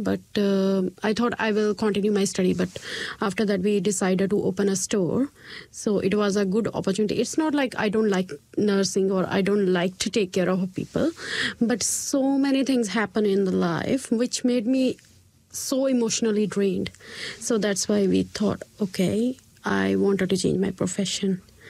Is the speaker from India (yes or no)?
yes; Hoshiarpur, Punjab, India; moved away as an adult; now in New Zealand; in Punjab, I'm from Hoshiarpur